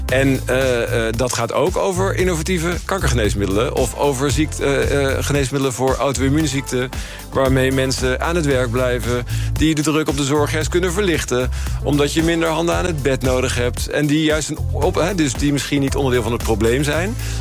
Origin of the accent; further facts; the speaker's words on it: Netherlands; ik ben natuurlijk Nederlander.